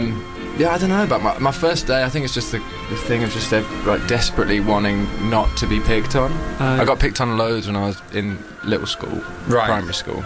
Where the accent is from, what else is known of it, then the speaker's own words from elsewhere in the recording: Birmingham, West Midlands, United Kingdom; because I grew up in Birmingham. I failed my 11 plus, and that was the only one I could get into.